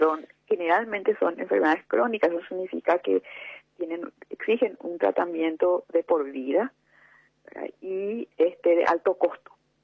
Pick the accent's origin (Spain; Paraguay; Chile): Paraguay; Pero nosotros somos tan paraguayos como el resto, ¿verdad?